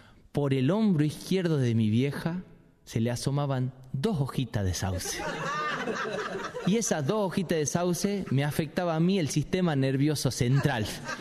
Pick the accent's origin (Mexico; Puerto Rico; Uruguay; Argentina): Argentina; Tucumán; yo tengo una mezcla rara porque tengo padre sanjuanino y soy tucumano y son muy diferentes, son culturas diferentes porque el tucumano tiene como una cultura propia.